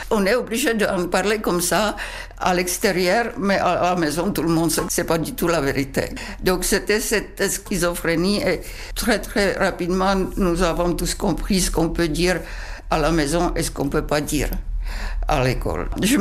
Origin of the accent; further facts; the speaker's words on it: Plzeň, Plzeň Region, Czechia; moved away as an adult; now in France; je suis née en Tchécoslovaquie juste à la fin de la guerre 1944 dans une ville près de la frontière allemande, ville qui s'appelle Plzeň. Plzeň qui est une ville industrielle et très connue par ses grandes usines Skoda.